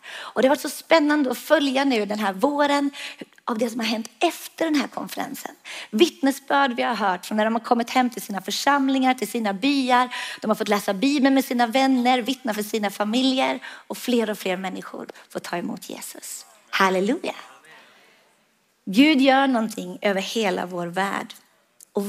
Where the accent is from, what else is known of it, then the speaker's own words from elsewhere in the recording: Sweden; Jag stod med tolken och skulle förklara att ja, vi kommer ju från Sweden.